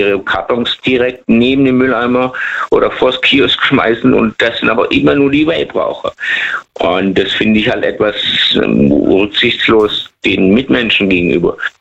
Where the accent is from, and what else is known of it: Lebanon